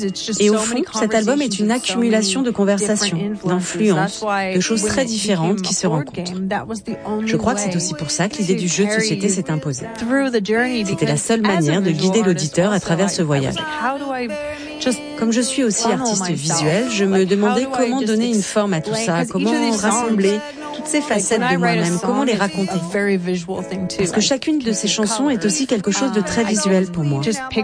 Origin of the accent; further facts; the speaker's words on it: Florida, United States; Et puis, en grandissant en Floride, le reggae faisait aussi partie du paysage. J'habitais près de la plage et cette musique était partout autour de moi.